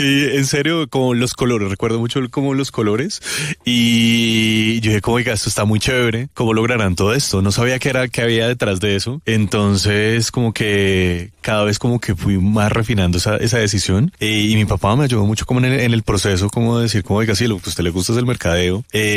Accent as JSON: {"language": "Spanish", "region": "Bogotá", "country": "Colombia", "said": "abuelos y todo, muy bogotano."}